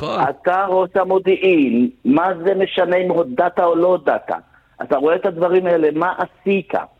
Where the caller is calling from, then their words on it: Central District, Israel; מושב ליד יבנה